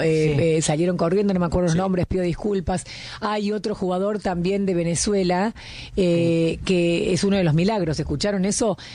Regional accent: Argentina; nos toca como argentinos

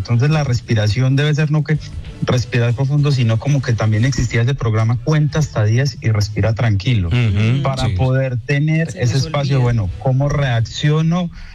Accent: Manizales, Caldas, Colombia; now in United States; buenos días, pues, obviamente, para la comunidad de Manizales. Pues es mi tierra, y obviamente también se afecta a uno psicológica y emocionalmente, estando desde bien lejos.

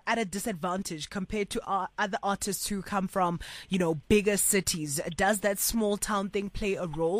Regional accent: Kimberley, Northern Cape, South Africa; Kimberley, my hometown

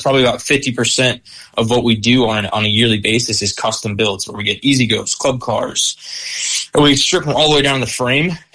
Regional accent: United States; And so, you know, as American people, we're a little bit lazy, right?

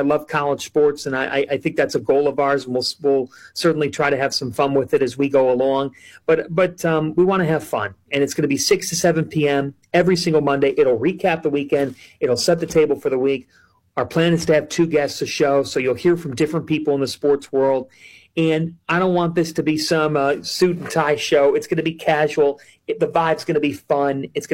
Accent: Cleveland, Ohio, United States; and I don't like the pity party because I'm from Cleveland.

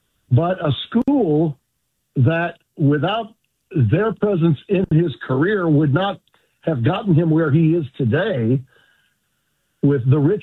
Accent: the South, United States; being a Southerner, and a proud one

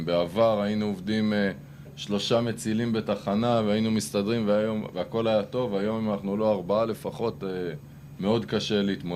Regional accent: Central District, Israel; אני גדלתי פה ביישוב סמוך, אז אני... תמיד זה היה העיר. אם היית אומר לי עיר, זה היה נתניה, כי גדלתי במושב פה ליד, ו... וזה מה שהכרתי

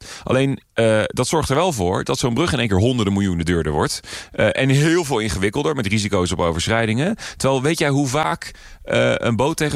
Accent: Rotterdam, South Holland, Netherlands; En daarbij zeg ik dan wel als Rotterdammer, dat ziet er dan misschien niet zo mooi uit

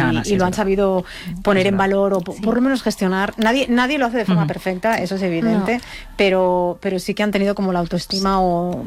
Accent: Barcelona, Catalonia, Spain; yo que vengo de Barcelona, yo soy barcelonesa, cuando estoy en Madrid, me da la impresión que Madrid ha cuidado poco su patrimonio.

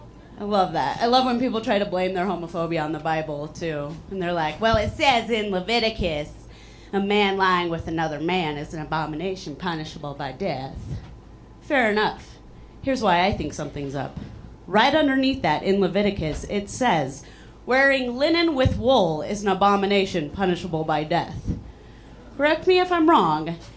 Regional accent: Chicago, Illinois, United States; So, like the host said, I'm from Chicago.

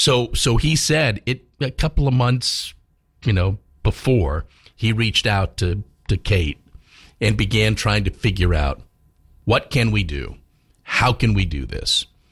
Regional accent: Norfolk, Virginia, United States; Justin went to the college in my hometown of Norfolk, Virginia, Old Dominion University.

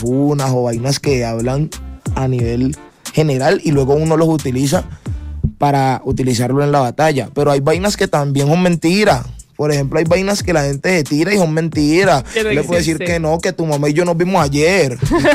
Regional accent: Valle del Cauca, Colombia; Que somos varios freestylers del Valle

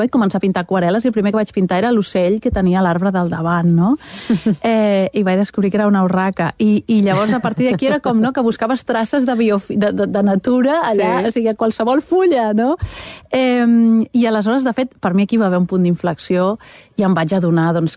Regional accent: Barcelona, Catalonia, Spain; És a dir, jo he crescut a Barcelona, no? I per tant, doncs, era de les famílies que quan podia marxàvem d'excursió al Montseny, no?

